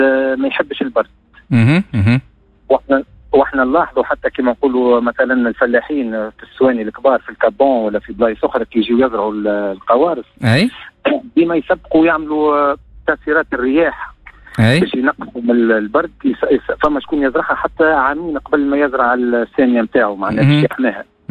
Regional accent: Tunisia; عندنا في تونس

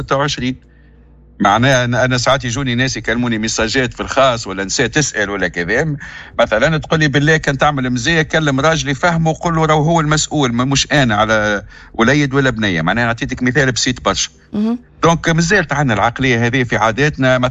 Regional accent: Tunisia; born there; أنت تونسية كيفي وتعرف، وإحنا كلنا ولدنا في تونس ونعرف عاداتنا وتقاليدنا

